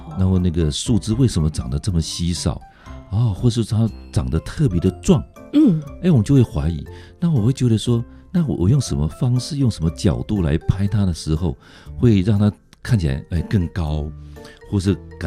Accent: Zhushan, Nantou County, Taiwan; 因为我是来自于南投竹山的小孩子

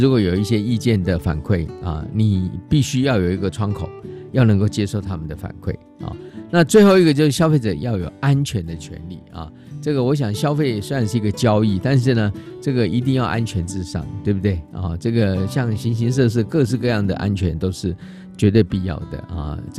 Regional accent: Taiwan; 可能对我们台湾人来讲我们会觉得是习以为常啊。可是呢其实如果你离开台湾在外面生活，你会发现这是很难得的啊。

